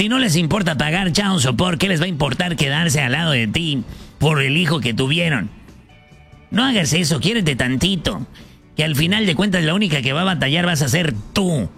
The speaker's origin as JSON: {"language": "Spanish", "town": "Ciudad Obregón", "region": "Sonora", "country": "Mexico", "tie": "born there", "also_born_or_lived": "Mexico City", "said": "Pues de Obregón, Sonora, mano, de ahí somos. Viví varios años en Ciudad de México, pero soy nacido en Obregón, Sonora."}